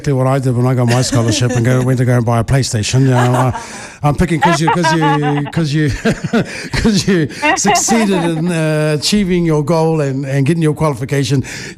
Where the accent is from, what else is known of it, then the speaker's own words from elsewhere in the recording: Waikato, New Zealand; I'm from Waituko and Waihi, so, you know, we have a close knit. … from out those ways.